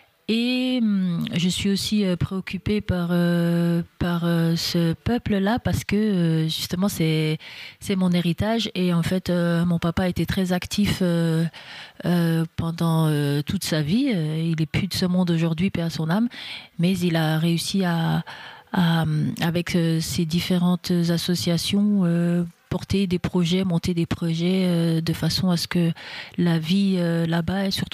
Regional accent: Remiremont, Grand Est, France; je suis née à Remiremont, donc je suis une fille des Vosges, hein

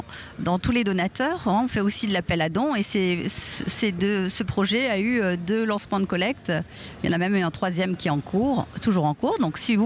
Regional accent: Grand Est, France; parce que moi, je viens tout en haut du Bas-Rhin, et j'ai vraiment grand plaisir à venir ici.

